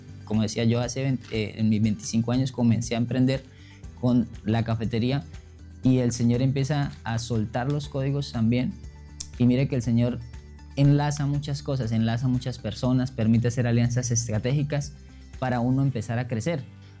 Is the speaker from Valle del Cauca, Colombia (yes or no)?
no; Salazar de las Palmas, Norte de Santander, Colombia; de Salazar de las Palmas.